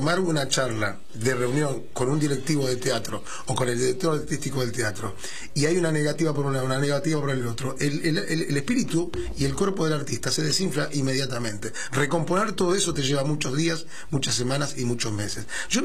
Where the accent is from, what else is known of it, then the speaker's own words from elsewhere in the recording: Argentina; tienen que saber que somos argentinos.